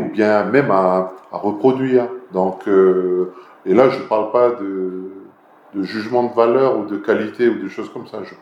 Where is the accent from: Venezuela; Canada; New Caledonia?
New Caledonia; Lifou, Loyalty Islands Province; chez nous à Lossy, à Konechaya